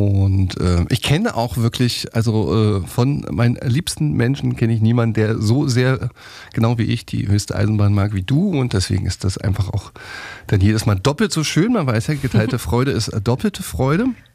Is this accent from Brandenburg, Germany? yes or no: yes; Frankfurt, Brandenburg, Germany; Ich komme gerade aus ja quasi meiner Heimatstadt, die Stadt, wo meine Mutter gelebt hat, Frankfurt-Oder.